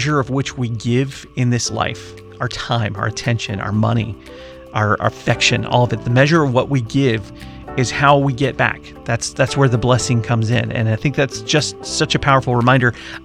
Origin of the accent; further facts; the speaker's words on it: New Orleans, Louisiana, United States; You know, I love growing up in Southeast Louisiana, in New Orleans.